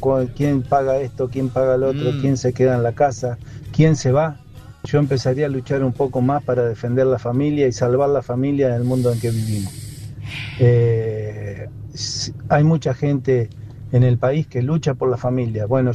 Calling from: Rafaela, Santa Fe, Argentina; Estoy escuchando … de Rafaela.

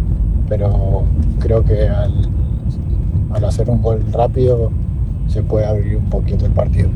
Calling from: San Fernando, Buenos Aires Province, Argentina; de San Fernando.

